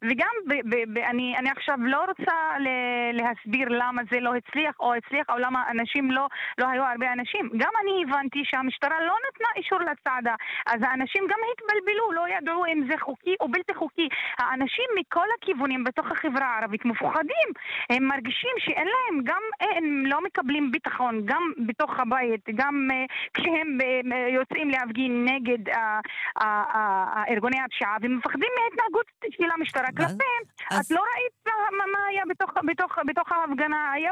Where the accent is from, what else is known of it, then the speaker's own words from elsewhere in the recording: Shefa-'Amr, Northern District, Israel; אני משפרעם